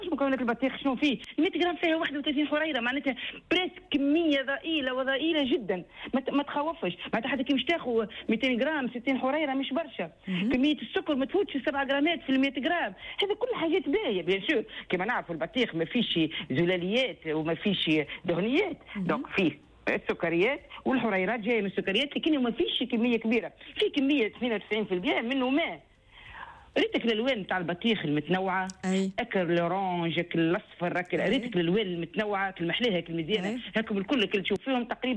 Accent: Tunisia; عندنا في تونس

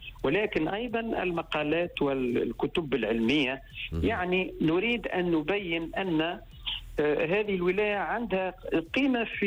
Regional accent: Tunisia

